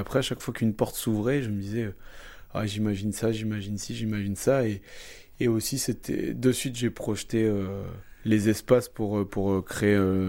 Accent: Toulouse, Occitanie, France; moved away as an adult; now in Rabastens, France; Moi, je suis né à Toulouse. J'ai toujours grandi à Toulouse. J'ai vécu à Toulouse.

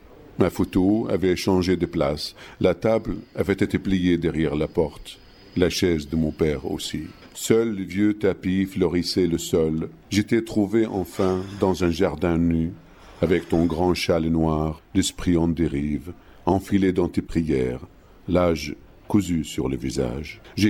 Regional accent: Iraq; French is a second language; now in Paris, France; je suis rentré clandestinement en Irak. Donc, je suis comme un étranger qui va, comme quand je suis venu à Paris, finalement, je parlais la langue. C'est la seule différence que je parle le dialecte. Jusqu'à aujourd'hui, je le parle très bien, le dialecte de mon pays d'orig

